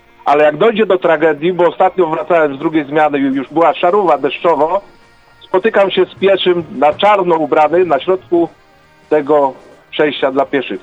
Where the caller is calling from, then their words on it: Serby, Lower Silesian Voivodeship, Poland; bo mieszkam w Serbach.